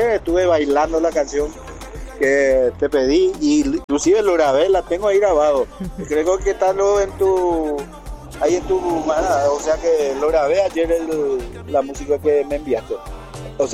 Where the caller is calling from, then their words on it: Emboscada, Cordillera, Paraguay; Acá tiempo nubladito, en emboscada como para llover ya otra vez